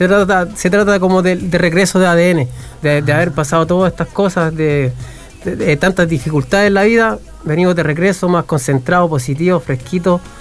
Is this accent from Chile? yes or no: yes; Valparaíso, Chile; Sí, nací y criado ahí en Placeres.